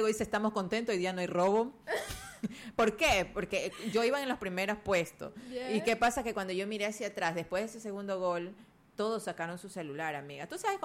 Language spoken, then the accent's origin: Spanish; Ecuador; me voy en la buseta, como buena ecuatoriana.